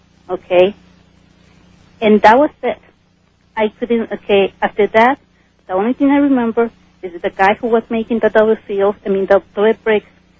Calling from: Akron, Ohio, United States; I'm from Akron, Ohio.

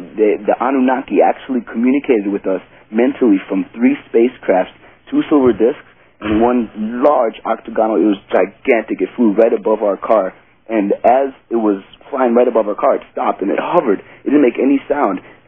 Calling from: Syracuse, New York, United States; from Syracuse, New York.

